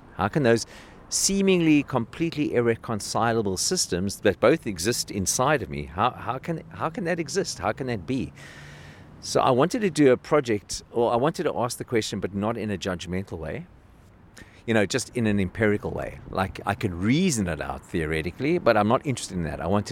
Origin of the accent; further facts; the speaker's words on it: South Africa; As a South African artist, like many of my attributes, Jewish, South African, I grew up under apartheid